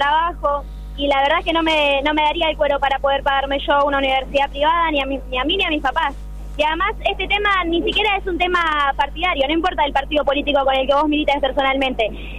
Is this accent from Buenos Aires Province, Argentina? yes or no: yes; Los Polvorines, Buenos Aires Province, Argentina; nuestra universidad, que era la ciudad de los polvorines, yo nací, me crié y espero morir ahí